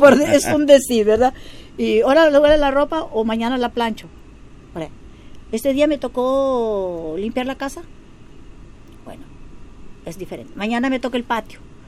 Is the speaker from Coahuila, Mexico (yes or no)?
yes; Ejido Morelos, Coahuila, Mexico; yo tengo 58 años de estar ahí en Morelos.